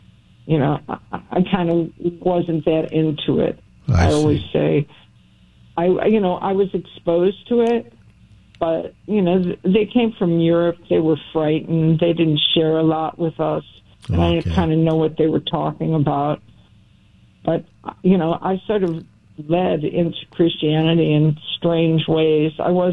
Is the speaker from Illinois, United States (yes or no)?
yes; Chicago, Illinois, United States; moved away; I came from Chicago